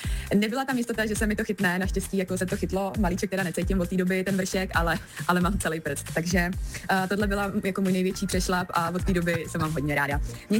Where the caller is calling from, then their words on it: Moravia, Czechia; protože jsem z Moravy